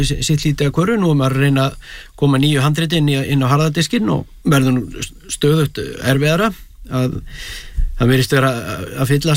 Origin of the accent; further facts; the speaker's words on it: Bíldudalur, Westfjords, Iceland; ég ólst upp á Bíldudal og það voru bíósýningar tvisar í viku sko.